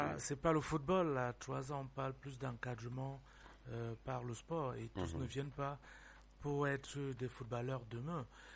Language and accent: French; Cameroon; je suis un Camerounais